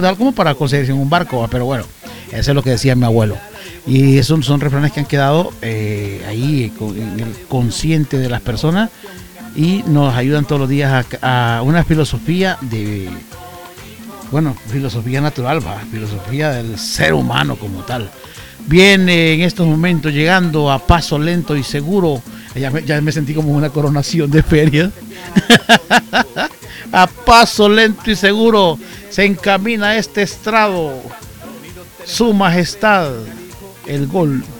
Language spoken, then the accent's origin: Spanish; Jesús de Otoro, Intibucá, Honduras; born or raised there